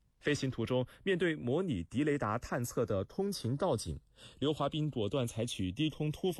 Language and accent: Chinese; China; 我觉得我们中国人不会再受到其他国家的欺负和侵略。